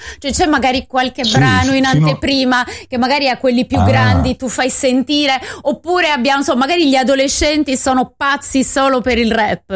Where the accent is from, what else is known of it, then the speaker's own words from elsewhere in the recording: Sardinia, Italy; Allora, io da buona sarda prendo sole un'ora e divento scura.